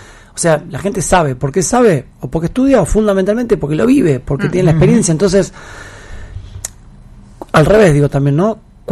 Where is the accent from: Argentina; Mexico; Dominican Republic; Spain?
Argentina; Santa Fe